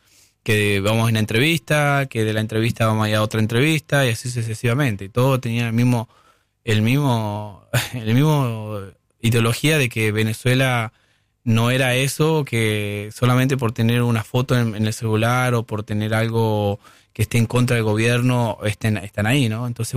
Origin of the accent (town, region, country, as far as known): Argentina